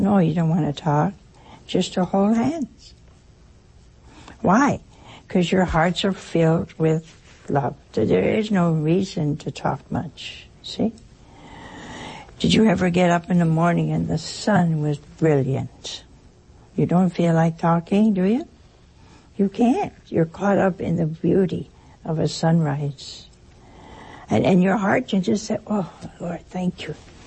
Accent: Ohio, United States; Oh, hey, that's my home state.

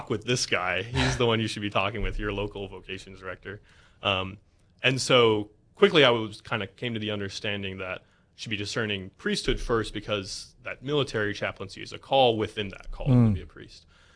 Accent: Lakota, North Dakota, United States; also born or lived in Alaska; I grew up in Lakota till I was 12 years old. Then my family moved out of state for a couple years. We actually lived in Alaska, which was an amazing adventure.

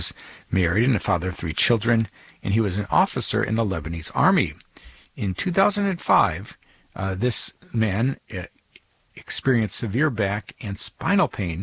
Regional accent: Ireland; I'm an Irish guy and have a great devotion to Our Lady of Knock, the famous Marian apparition of Ireland.

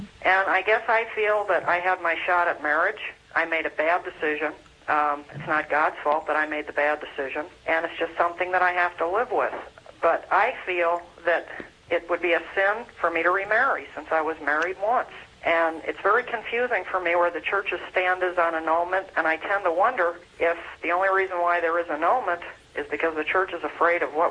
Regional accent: Minnesota, United States; I'm from Minnesota.

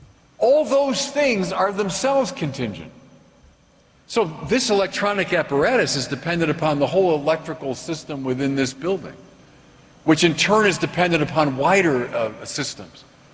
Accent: Chicago, Illinois, United States

